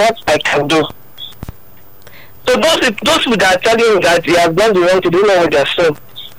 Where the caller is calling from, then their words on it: Nigeria; I'm calling from Ashesha.